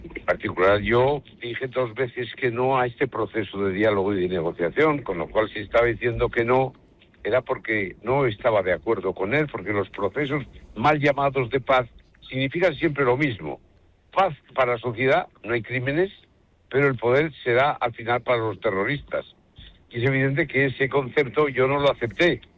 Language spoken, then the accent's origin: Spanish; Basque Country, Spain; hay una cosa que en mi tierra, en el País Vasco, el crimen nos anestesió a todos